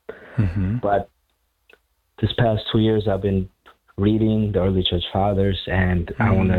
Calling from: Orlando, Florida, United States; Calling from Orlando.

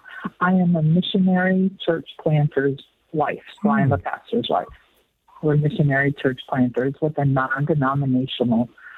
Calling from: Cabo San Lucas, Baja California Sur, Mexico; Well, specifically Cabo San Lucas.

